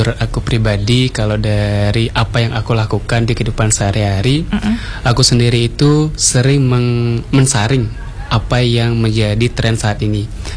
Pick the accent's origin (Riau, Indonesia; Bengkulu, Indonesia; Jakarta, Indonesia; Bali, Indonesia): Bali, Indonesia; nilai kita sebagai seorang orang Bali, anak muda Bali itu pasti akan hilang.